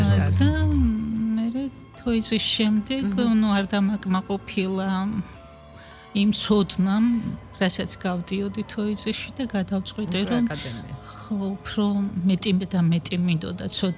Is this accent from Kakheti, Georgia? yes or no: yes; Vejini, Kakheti, Georgia; born there; დავიბადე გურჯაანის რაიონში, სოფელ ვეჯინში, ბავშვიან ოჯახში.